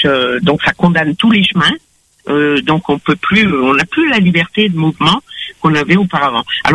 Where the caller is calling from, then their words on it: La Saline-les-Bains, Réunion; Ça fait 40 ans de Réunion et 12 ans que je suis à la Saline-les-Bains